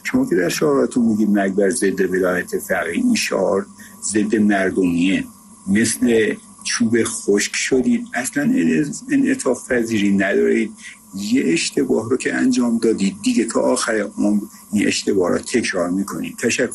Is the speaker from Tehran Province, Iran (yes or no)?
no; Isfahan, Iran; از اصفهان.